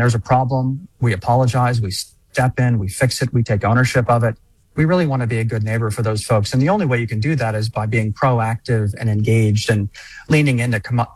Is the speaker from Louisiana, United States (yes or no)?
yes; New Orleans, Louisiana, United States; moved away; I grew up in New Orleans